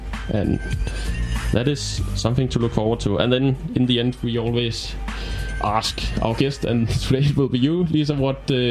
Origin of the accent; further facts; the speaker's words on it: Denmark; English is a second language; I come from Denmark.